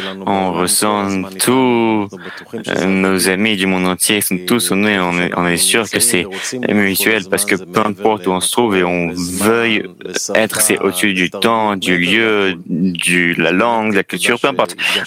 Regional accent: Israel; Je suis d'Israël. Je suis de beaucoup d'années en Israël.

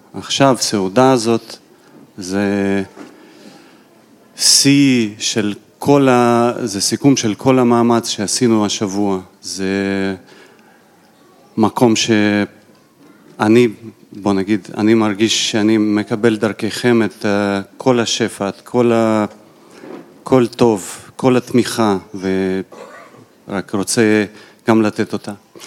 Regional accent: Kyiv, Ukraine; moved away; קבוצת קייב, שזה מקום שאני בא ממנו

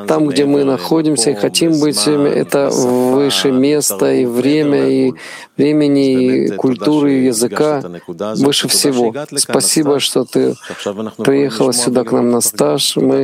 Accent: Israel; Я из Израиля. 50 лет я в стране, и только даже знать, что и из Израиля тоже приезжают сюда стажеры, такие даже молодые, как я.

